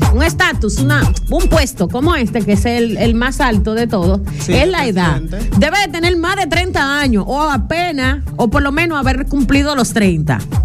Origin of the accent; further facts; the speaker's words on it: Dominican Republic; yo tengo más de 30 años, soy dominicana.